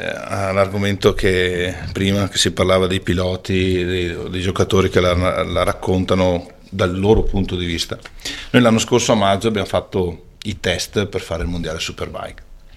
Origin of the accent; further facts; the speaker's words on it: Padua, Veneto, Italy; Io sono di Padova